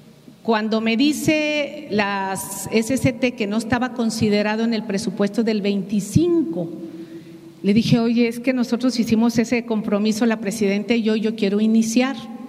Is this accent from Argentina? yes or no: no; Veracruz, Mexico; demostrar lo que somos los veracruzanos